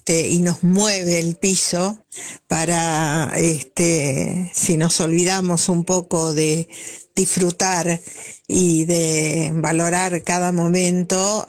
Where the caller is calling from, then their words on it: Acassuso, Buenos Aires Province, Argentina; de Acasuso.